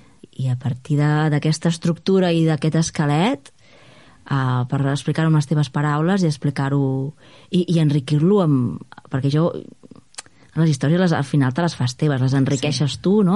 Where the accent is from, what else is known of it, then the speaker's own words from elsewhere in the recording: Sant Joan de les Abadesses, Catalonia, Spain; now in Menorca, Spain; de petita, del meu poble, que Sant Joan de les Abadesses, vaig estar de ben petita ficada al grup de teatre del poble.